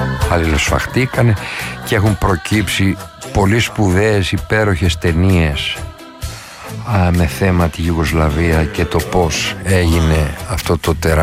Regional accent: Greece; Εμείς παραδοσιακά ως Έλληνες και Ορθόδοξοι γουστάρουμε τους Σέρβους.

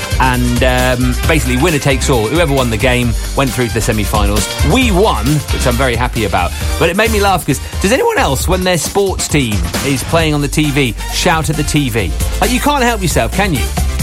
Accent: South West England, United Kingdom; As a lot of you know, I'm from Devon originally, so I support the Exeter Chiefs.

